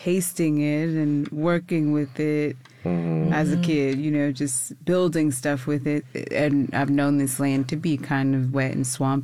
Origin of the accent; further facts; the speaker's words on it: Silver Spring, Maryland, United States; Montgomery County, where I'm from, is like kind of a swamp, right?